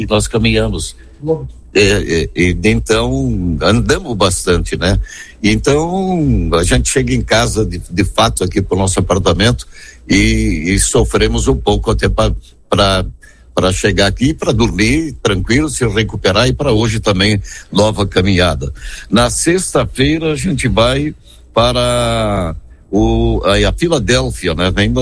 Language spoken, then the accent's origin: Portuguese; Marau, Rio Grande do Sul, Brazil; Sou, minha cidade é Marau, Rio Grande do Sul.